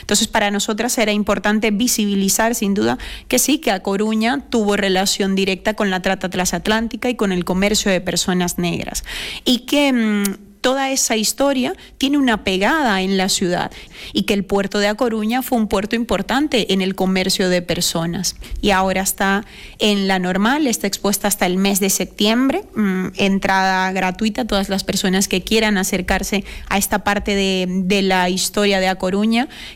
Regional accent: Venezuela; moved away

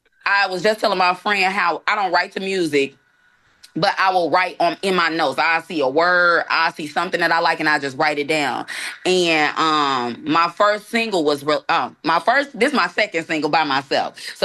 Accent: Chicago, Illinois, United States; I am from Chicago

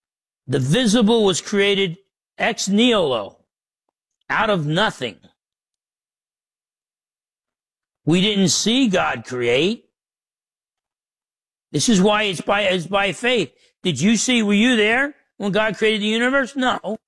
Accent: New Jersey, United States; found out I was Italian from New Jersey

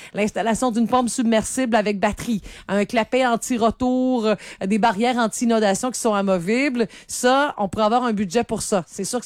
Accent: Sainte-Félicité, Quebec, Canada; j'habitais sur le bord du fleuve à Sainte-Félicité.

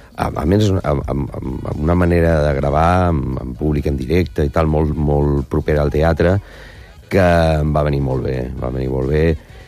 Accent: Alcoy, Valencian Community, Spain; per veure el Belém del Tirisiti, que és unes titelles que es fan al meu poble, al Coi, al Nadal

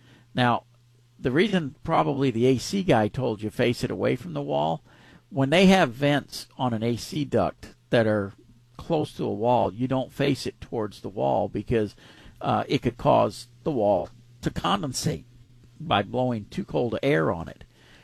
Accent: Pasadena, Texas, United States; I grew up in Pasadena, and so I've been part of the rodeo for quite a few years already.

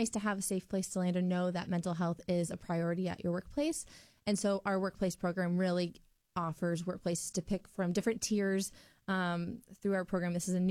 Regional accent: West Des Moines, Iowa, United States; I was born and raised in West Des Moines.

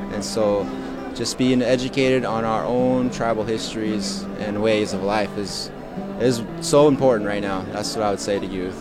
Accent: California, United States; I'm from the Winnemem-Wenatchee Tribe in Northern California

